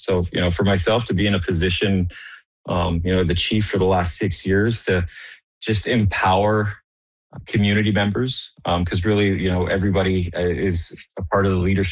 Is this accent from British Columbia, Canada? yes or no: yes; Lower Post, British Columbia, Canada; also born or lived in Watson Lake; I was born in Watson Lake, and I grew up in Lower Post. I spent a little bit of time in Ross River, graduated at Watson Lake Secondary School.